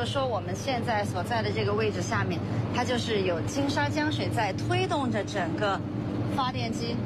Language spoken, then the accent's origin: Chinese; Yunnan, China; 刚好我是云南人